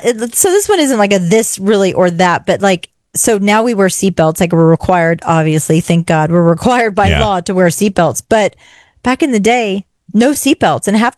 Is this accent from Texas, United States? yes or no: yes; Rio Grande Valley, Texas, United States; I grew up in the El Valle little country and down in the Rio Grande Valley, yeah.